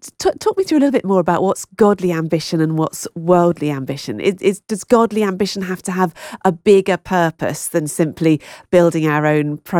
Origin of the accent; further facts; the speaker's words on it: United Kingdom; I think particularly as British Christians, we've got a double whammy against ambition.